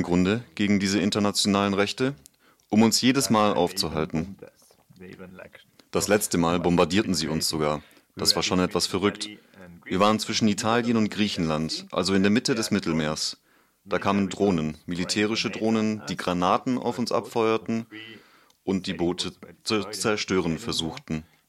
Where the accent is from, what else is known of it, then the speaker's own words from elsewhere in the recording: France; Ich bin Franzose